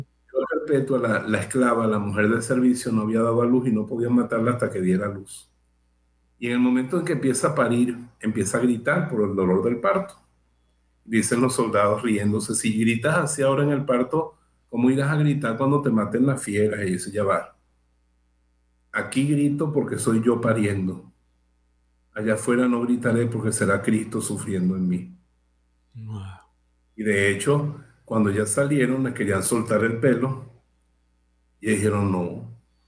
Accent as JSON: {"language": "Spanish", "region": "Chihuahua", "country": "Mexico", "said": "yo soy muy de Chihuahua. Y quiero contar su historia para que la recuerden, porque es tan bonita."}